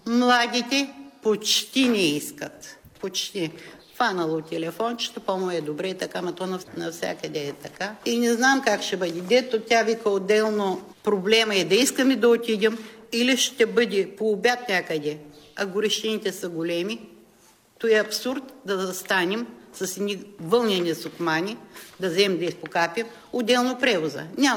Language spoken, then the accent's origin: Bulgarian; Dobridyal, Veliko Tarnovo Province, Bulgaria; Родена съм в Добридял, работила съм тук, живота ми е тук. Председателя съм била на читалището, живота ми е в Добридял. За мен това е най-хубавото село.